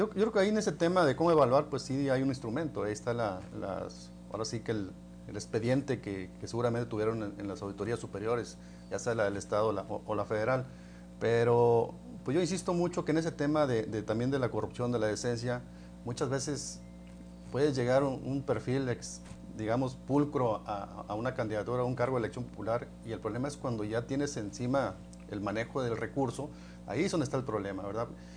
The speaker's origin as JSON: {"language": "Spanish", "country": "Mexico", "said": "los mexicanos"}